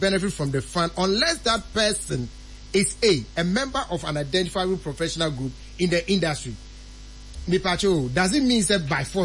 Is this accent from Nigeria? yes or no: no; Ghana; So you can't tell me as a Ghanaian licensed Ghanaian filmmaker, I'm a licensed registered company.